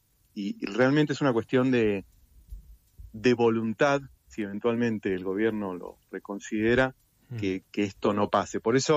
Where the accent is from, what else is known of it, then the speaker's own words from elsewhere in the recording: Buenos Aires, Argentina; somos porteños, sabemos, somos usuarios todos del subte